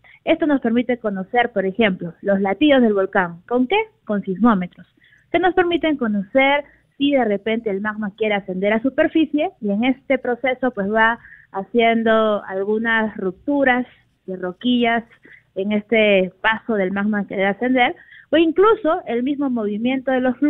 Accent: Peru; que es lo más importante como peruanos

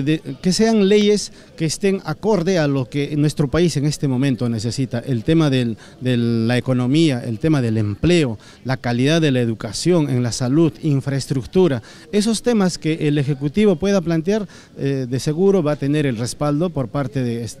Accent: Puno, Peru; yo vengo desde la ciudad de Puno, obviamente por mi región Puno

